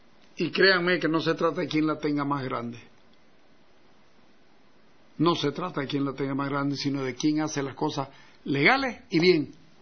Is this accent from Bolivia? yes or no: yes; Santa Cruz, Bolivia; soy un convencido que Santa Cruz es mi patria y Bolivia es mi país. Y que es difícil ser boliviano siendo cruceño.